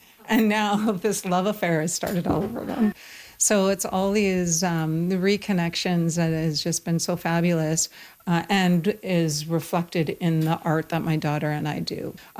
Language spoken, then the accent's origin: English; Prince Rupert, British Columbia, Canada; born there; also born or lived in Hartley Bay; I spent a lot of time on my reserve, the Gitgat Nation, in the territory. But majority of my time was here in Prince Rupert.